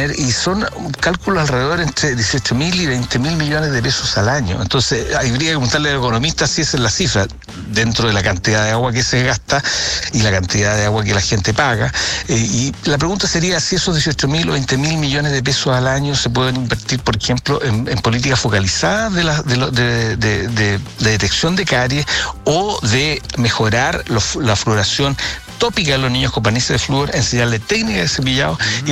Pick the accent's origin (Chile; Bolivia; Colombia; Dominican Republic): Chile; Concepción, Biobío; yo soy de Concepción